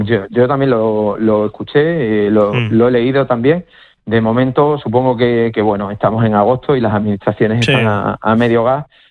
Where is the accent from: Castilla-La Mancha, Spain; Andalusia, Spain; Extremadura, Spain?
Extremadura, Spain; Moraleja; cuando hablo de Moraleja, siempre me gusta hablar de mi comarca, de la Sierra de Gata, somos 19 pueblos que estamos sufriendo muy mucho la despoblación.